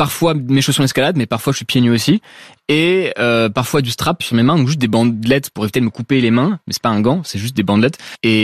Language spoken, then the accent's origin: French; Paris, Île-de-France, France; j'ai grandi à Paris. Donc du coup, bon, j'ai grandi autour des gratte-ciel